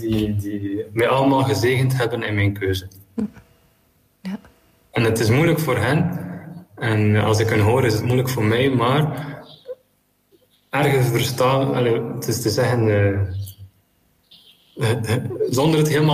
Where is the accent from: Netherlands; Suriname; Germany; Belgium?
Belgium; ik ben echt enorm beginnen houden van mijn land.